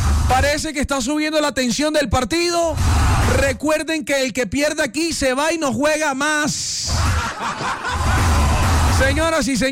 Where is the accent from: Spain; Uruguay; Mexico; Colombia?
Colombia; Caribbean Region; now in Bogotá, Colombia; Soy costeño, pero me siento querido por esta hermosa ciudad